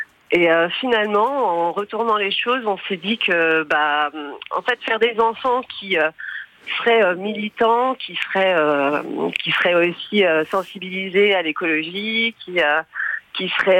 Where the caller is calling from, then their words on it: Rennes, Brittany, France; J'appelle de Rennes.